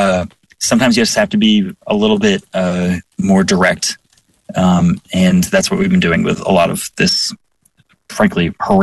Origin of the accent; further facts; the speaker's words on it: Chicago, Illinois, United States; I'm from Chicago. We got the bejesus beaten us out of us by people.